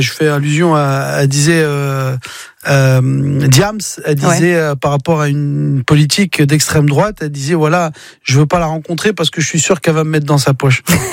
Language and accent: French; Mantes-la-Jolie, Île-de-France, France